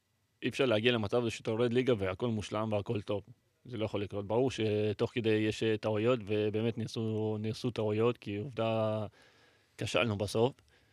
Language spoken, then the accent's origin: Hebrew; Nof HaGalil, Northern District, Israel; גם גדלתי ברחובות שם בנוף הגליל